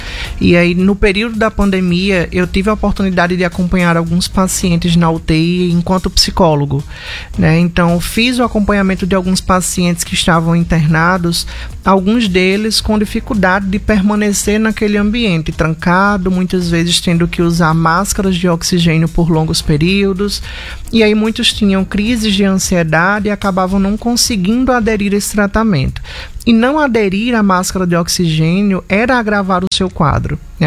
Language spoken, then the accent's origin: Portuguese; Triunfo Potiguar, Rio Grande do Norte, Brazil; moved away as an adult; now in Mossoró, Brazil; Eu sou de Triunfo Potiguar. Triunfo Potiguar é uma cidade aqui do interior de 3 mil habitantes. É uma cidade pequena e aí eu me mudo em 2014 para uma cidade de 300 mil habitantes, que é Mossoró.